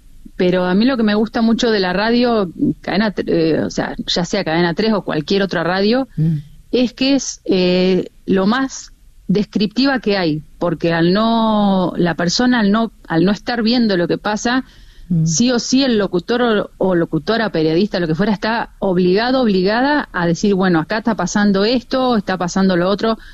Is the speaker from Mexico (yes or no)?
no; Santa Rosa, La Pampa, Argentina; Soy de Santa Rosa, La Pampa.